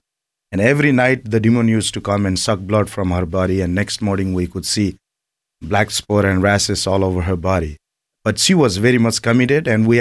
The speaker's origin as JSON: {"language": "English", "country": "Nepal", "second_language": "English", "said": "Thank you for this time, and … from Nepal, and God has been doing a marvelous work right now, and I was grown up in a Hindu family"}